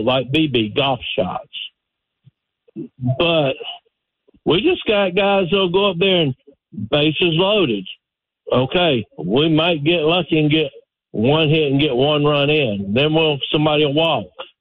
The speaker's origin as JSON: {"language": "English", "town": "Warner Robins", "region": "Georgia", "country": "United States", "tie": "born there", "moved": "yes", "lives_now": "Conyers, United States", "said": "when I was in high school down in Warner Robins before we moved up here"}